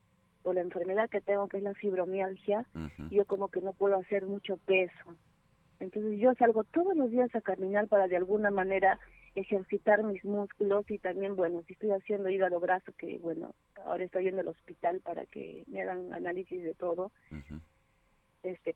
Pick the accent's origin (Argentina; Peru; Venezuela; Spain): Peru; Hemos recibido comentarios xenófobos, que somos peruanos.